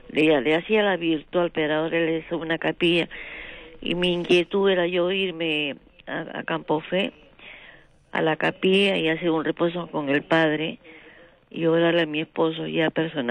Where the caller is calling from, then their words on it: Callao, Peru; Aló, la Gloria, el Callao.